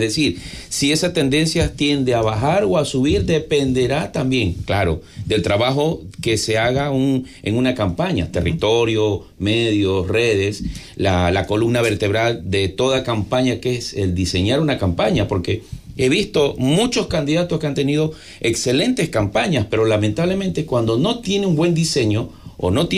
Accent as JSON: {"language": "Spanish", "town": "Manta", "region": "Manabí", "country": "Ecuador", "also_born_or_lived": "Guayaquil", "said": "Yo soy de aquí de Manabí, yo soy de Manta. Bueno, un tiempo pasé radicado en Guayaquil por temas de consultoría"}